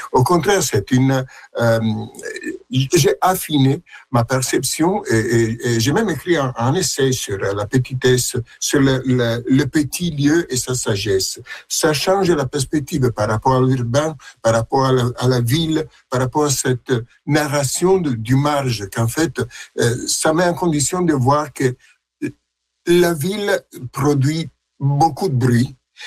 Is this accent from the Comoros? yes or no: no; Milan, Lombardy, Italy; now in France; Je suis né à Milan, même à Milan-Ville. J'ai vécu dans cette grande ville et à un certain point, j'ai migré en France et j'ai habité à Orléans.